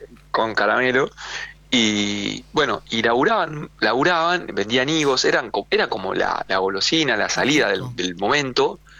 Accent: Rosario, Santa Fe, Argentina; nos criamos en Rosario, vivimos Rosario

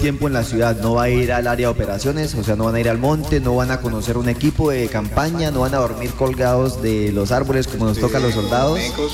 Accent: Piedecuesta, Santander, Colombia; yo soy nativo de acá, de Piedecuesta, de la Mesa de los Santos

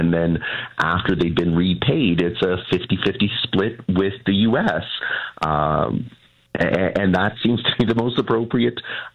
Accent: London, Ontario, Canada; also born or lived in Windsor; Just to be clear, I was born in Windsor and I grew up in London.

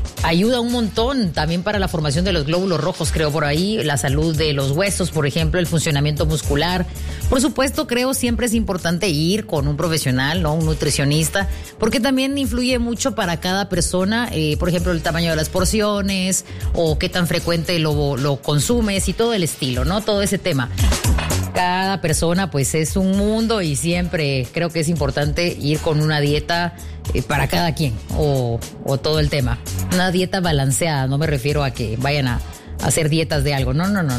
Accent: Guatemala; como buen chapín, aunque haya calor, tomamos caldito de macuy

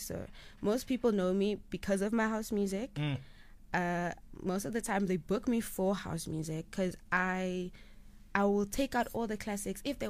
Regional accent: Boksburg, Gauteng, South Africa; I am from Boksburg in the East Rand.

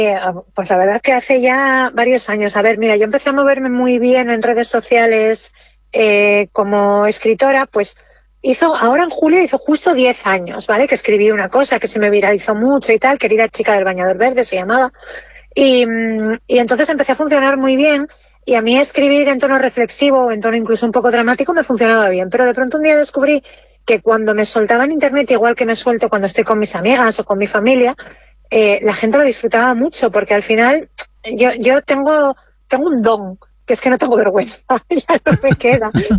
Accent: Asturias, Spain; Yo soy muy bruta, yo soy de Asturias y además soy de pueblo minero y soy bruta como un arao.

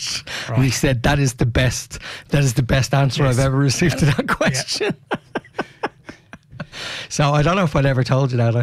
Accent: Ireland; I said, he's English and I'm Irish. He's English and I'm Irish.

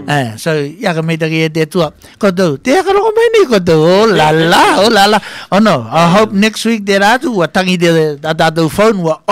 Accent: Australia; I don't know the data because I'm Aussie anyway

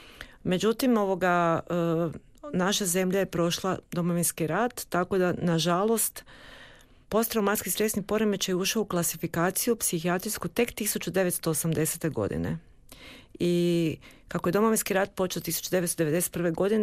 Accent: Osijek, Osijek-Baranja County, Croatia; Došla sam iz Osijeka u Zagreb i bavila sam se isključivo

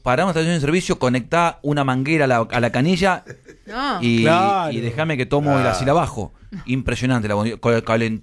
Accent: La Plata, Buenos Aires Province, Argentina; Yo soy de La Plata.

